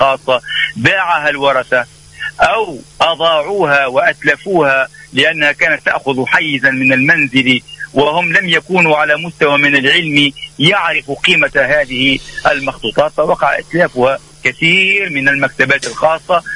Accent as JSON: {"language": "Arabic", "country": "Tunisia", "said": "من بلادنا تونس"}